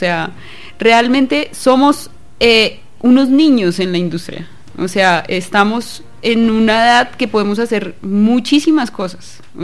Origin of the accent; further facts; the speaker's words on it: Zipaquirá, Cundinamarca, Colombia; born there; Nací en Zipaquirá.